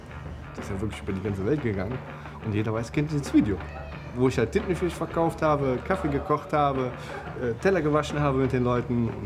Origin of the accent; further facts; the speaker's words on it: Cologne, North Rhine-Westphalia, Germany; now in Linz am Rhein, Germany; gebürtiger Kölner.